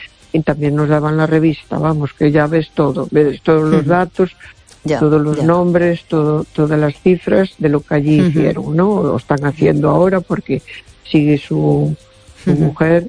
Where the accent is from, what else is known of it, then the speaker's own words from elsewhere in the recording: Galicia, Spain; now in A Coruña, Spain; yo cuando me crié en las Rías Baixas, que después a los 18 años me casé y me fui de allí, uh-huh. Bueno, me fui cerca, que me fui para Pontevedra, pero después me vine para Coruña.